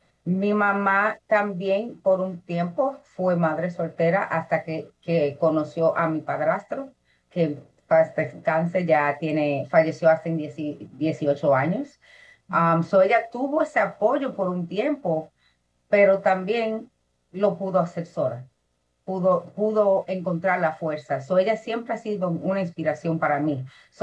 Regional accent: Dominican Republic

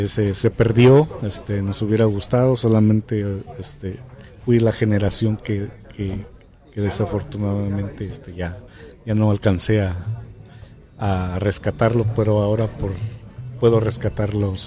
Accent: Santiago Tecomaxtlahuaca, Oaxaca, Mexico; born there; podemos decir que somos hijos de Tecomaxtlahuaca.

